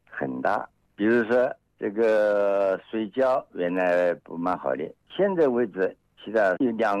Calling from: Qianjiang, Hubei, China; 湖北潜江市的周根滩。

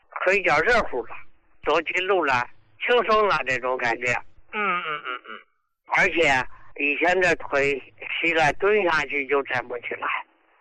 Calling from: Hebei, China; 哎呀，胡老师，我是河北的，可是你的老朋友来呀、

